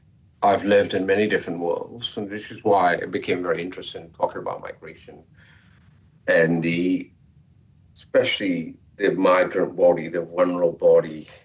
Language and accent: English; Malaysia; I'm a Malaysian.